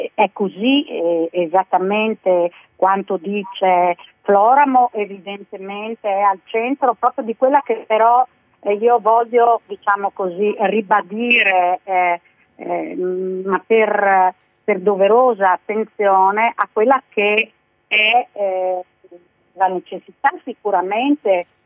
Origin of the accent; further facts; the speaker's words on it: Friuli-Venezia Giulia, Italy; di muradors, come giustamente si dice dalle nostre parti